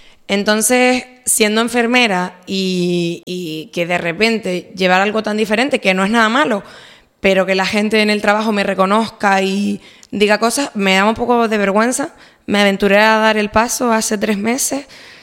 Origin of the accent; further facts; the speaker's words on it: Canary Islands, Spain; Yo siento que soy la canaria que dice las cosas que un montón de gente piensa y nadie dice.